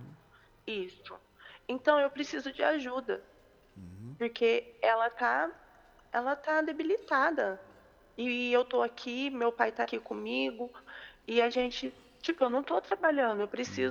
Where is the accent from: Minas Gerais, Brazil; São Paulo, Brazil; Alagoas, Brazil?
São Paulo, Brazil; Barretos; moved away; Minha filha está no hospital, eu estou em outro país, eu sou de Barretos.